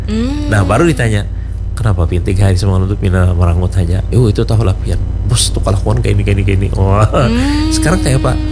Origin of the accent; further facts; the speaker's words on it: South Kalimantan, Indonesia; Kita orang Banjar mulai zaman dulu ada.